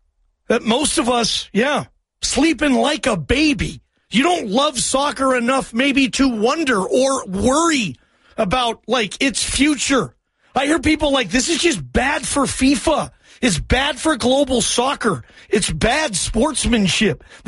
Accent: Seattle, Washington, United States; I'm from Seattle.

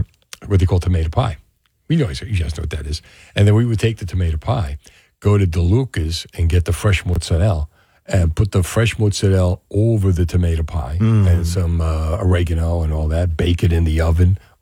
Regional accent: Union City, New Jersey, United States; No, I didn't grow up in Cherry Hill. I grew up in Union City.

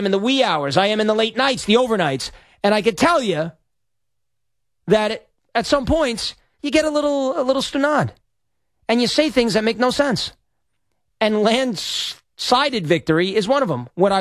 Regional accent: Long Island, New York, United States; because I'm from Long Island

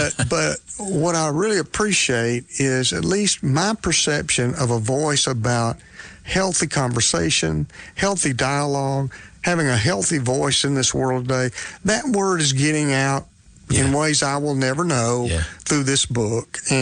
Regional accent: Griffin, Georgia, United States; Going back to my hometown, not too distant down from now, Griffin, Georgia, and do something at a bookstore there

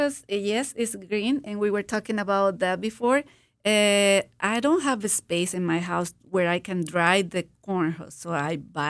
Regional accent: Mexico; moved away as an adult; I come from Mexico, so it's very traditional. And it's just that I miss so much my culture and my roots. I've been living here for 20 years

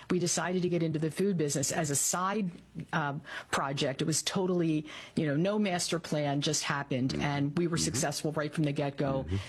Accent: Philadelphia, Pennsylvania, United States; I am from the far northeast, Philadelphia, and I'm the oldest of three.

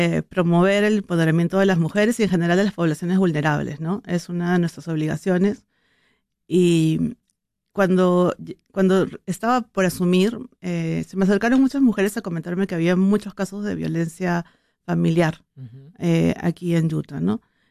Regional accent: Peru; moved away as an adult; nosotros que somos peruanos, las montañas nos encantan.

